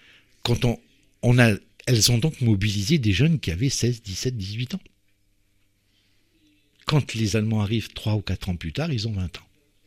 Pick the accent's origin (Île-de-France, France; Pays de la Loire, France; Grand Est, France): Grand Est, France; Homécourt; je suis originaire d'Oboué.